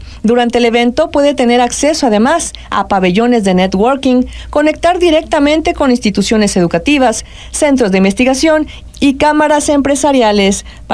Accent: Mexico

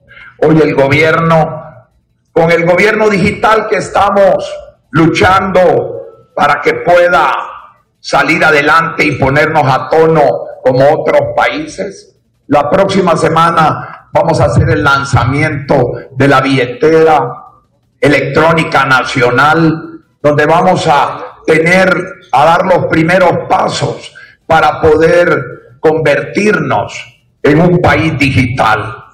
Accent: Honduras; Somos buenos los hondureños.

